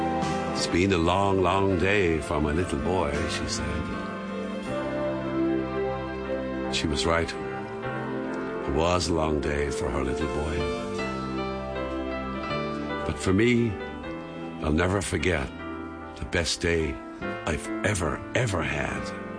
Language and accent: English; Cork, Munster, Ireland; Growing up in Ireland, in Cork, and as a young lad, I went down the park to see a match with my dad.